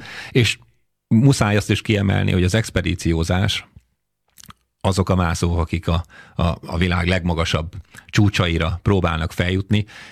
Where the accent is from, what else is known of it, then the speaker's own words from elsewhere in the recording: Békéscsaba, Békés, Hungary; Igen, kifejezetten nagyon is sík volt a szülő otthonom, illetve hát ugye Békéscsabán születtem, úgyhogy a táj, amit az első éveim során megismertem, ott sok dombot nem láttam, legfeljebb a körösöknek a körgátját.